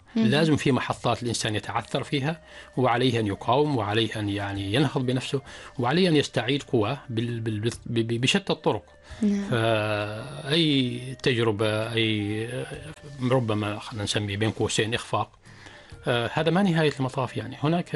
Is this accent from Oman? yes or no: yes; Oman; طبعا أنا من مواليد 1973، فإحنا نشأنا في بيئة متناهية في البساطة. ولكن في هذاك الوقت يعني كانت عمان تنمو وتنمو بسرعة